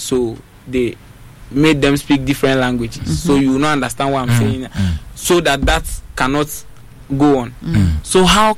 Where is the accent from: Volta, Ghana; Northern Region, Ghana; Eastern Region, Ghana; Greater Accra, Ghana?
Volta, Ghana; I'm from Volta. So I just did one song in Ewe.